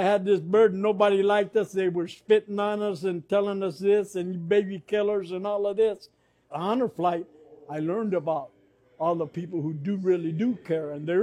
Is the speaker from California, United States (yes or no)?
yes; Lamont, California, United States; From Lamont, California to Bakersfield Junior College for a year